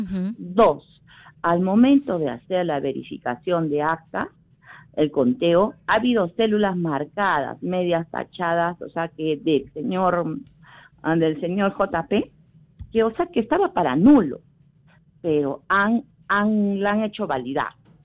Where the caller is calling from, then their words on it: Arequipa, Peru; unos compañeros acá en Caima, exactamente, en una zona no céntrica, en la término medio